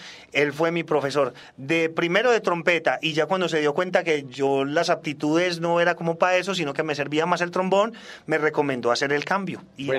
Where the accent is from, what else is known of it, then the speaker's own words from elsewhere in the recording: Melbourne, Victoria, Australia; first language English; Spanish is a second language; moved away as an adult; now in Medellín, Colombia; Yo me crié en Australia, soy nacido y criado en Australia.